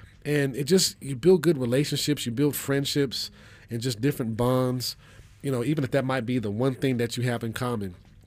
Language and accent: English; Colorado Springs, Colorado, United States; I'm from Colorado Springs originally.